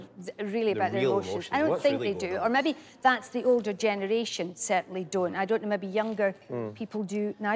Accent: Scotland, United Kingdom; I'm Scottish too

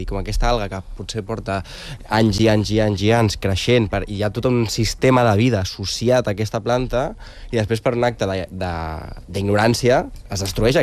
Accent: Castelldefels, Catalonia, Spain; jo soc de Castelldefels, o sigui, tot Castefa, llavors, de la zona de la platja

